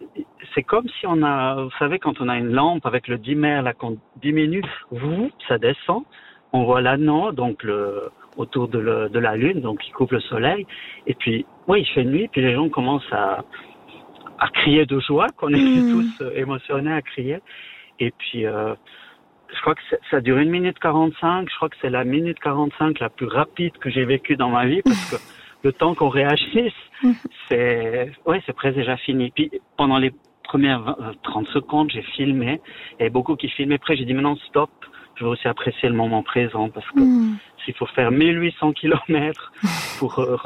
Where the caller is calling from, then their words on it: Valais, Switzerland; je suis valaisan, encore.